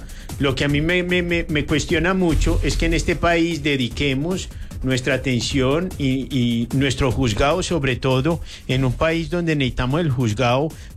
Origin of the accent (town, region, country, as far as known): Colombia